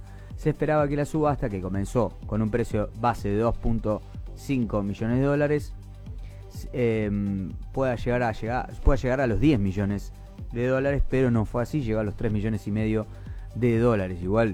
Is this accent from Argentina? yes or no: yes; Argentina